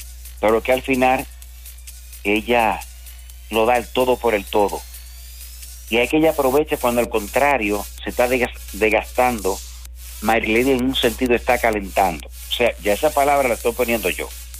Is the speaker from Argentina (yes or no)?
no; Dominican Republic; nosotros, como país dominicano